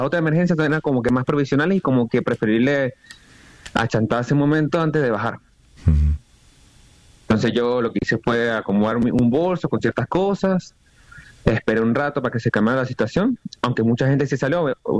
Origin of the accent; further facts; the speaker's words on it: Socopó, Barinas, Venezuela; now in Caracas, Venezuela; yo soy de un pueblo que se llama Socopón. Yo no soy de Caracas, yo vine acá